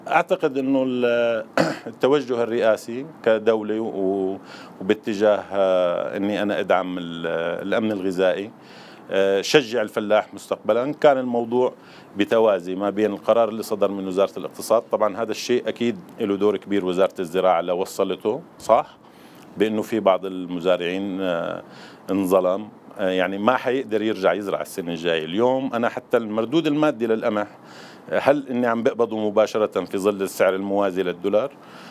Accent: Syria; خصوصا بالتنوع المناخي اللي عندنا بسوريا من شرق لشمال سوريا للجنوب.

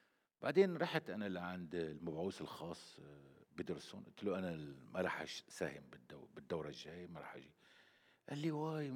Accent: Syria; إيماني الحقيقي دائما أنه نحن بنقدر نعمل شغل السورية يعني شيء عظيم يعني كسوريين.

